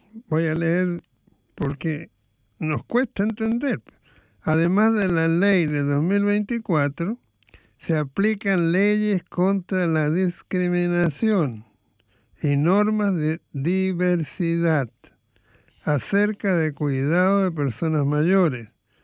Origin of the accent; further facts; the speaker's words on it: Cuba; Soy cubano. Vivo en Cuba. Tengo apagones diarios y carencia de todo tipo.